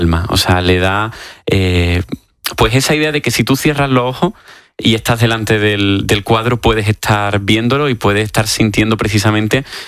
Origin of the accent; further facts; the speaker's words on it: Córdoba, Andalusia, Spain; yo soy de Córdoba